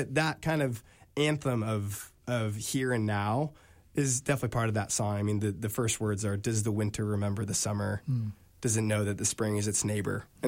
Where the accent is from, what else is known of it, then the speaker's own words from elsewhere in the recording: the Bay Area, California, United States; I'm from the Bay Area.